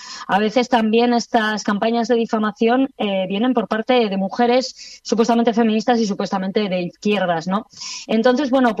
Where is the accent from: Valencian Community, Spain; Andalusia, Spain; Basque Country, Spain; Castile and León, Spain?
Basque Country, Spain; yo soy una mujer, soy vasca, soy feminista, soy transfeminista, soy atea, radicalmente atea, y encima hago comedia